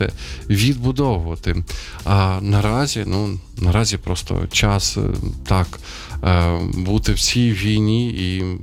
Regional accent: Sumy, Sumy Oblast, Ukraine; moved away; був в Сумах, в моєму рідному місті

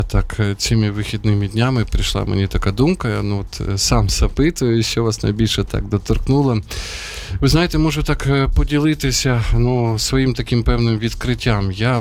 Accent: Sumy, Sumy Oblast, Ukraine; now in Kyiv, Ukraine; моє рідне місто, Суми

